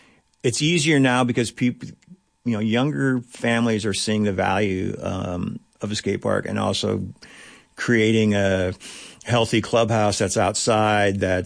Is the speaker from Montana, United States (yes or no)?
yes; Big Sandy, Montana, United States; moved away; my hometown in Big Sandy?